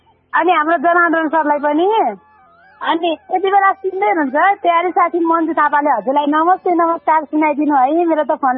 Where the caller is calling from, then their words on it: Kathmandu, Bagmati, Nepal; बोल्दैछु? बानेश्वरबाट